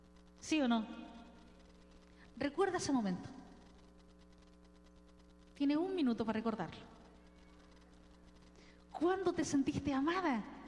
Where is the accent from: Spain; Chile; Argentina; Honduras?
Chile; En Chile, yo soy chilena